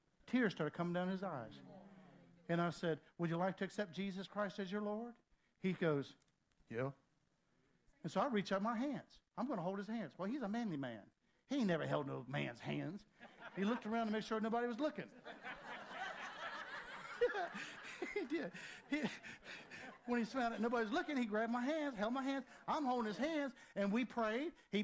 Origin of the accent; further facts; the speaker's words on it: Helltown, Virginia, United States; I'm a preacher from Helltown, Virginia.